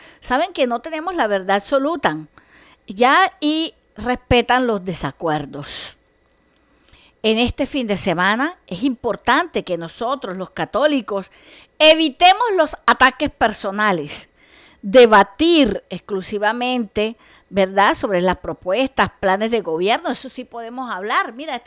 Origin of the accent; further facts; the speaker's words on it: Colombia; Todos somos colombianos